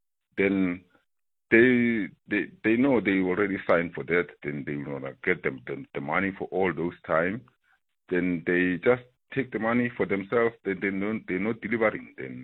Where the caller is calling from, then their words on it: Pretoria, Gauteng, South Africa; from Olifantsbos in Pretoria.